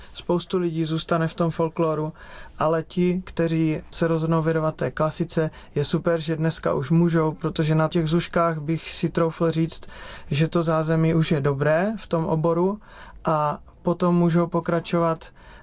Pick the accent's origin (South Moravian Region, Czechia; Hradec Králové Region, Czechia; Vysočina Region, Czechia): South Moravian Region, Czechia; Ždánice; moved away; Já totiž pocházím ze Ždánic, který spadá do regionu Hanáckého Slovácka. Je to v podstatě nějakých 40, asi tak nějak Lukáši, že? 40 kilometrů od Strážnice.